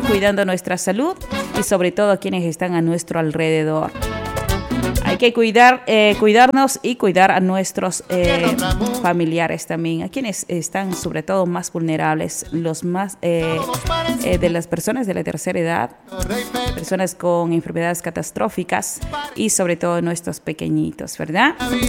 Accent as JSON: {"language": "Spanish", "country": "Ecuador"}